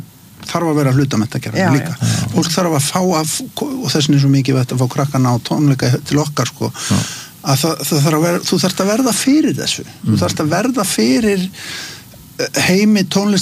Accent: Garðabær, Capital Region, Iceland; ég kem úr Garðabænum

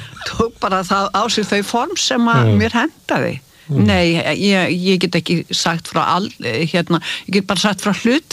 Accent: Hornuþorp, Capital Region, Iceland; Ég er sem sagt ólst upp í Hornuþorpi sem að fæstir vita hafi verið til. Það var fyrir neðan Grafarholt, það sem golföllurinn í Grafarholt er núna.

